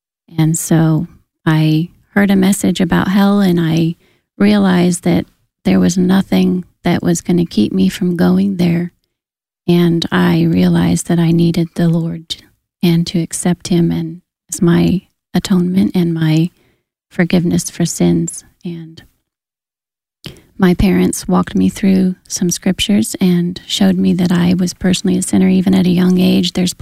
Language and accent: English; Alaska, United States; I grew up in Alaska and just a little log cabin down by the river, never thinking that I'd one day be in Africa.